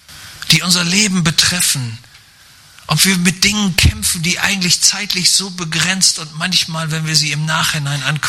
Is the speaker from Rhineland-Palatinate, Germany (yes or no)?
no; Schleswig-Holstein, Germany; Wie ihr wisst, komme ich ja aus Schleswig-Holstein. Mein Dialekt lässt das bis heute nicht verborgen.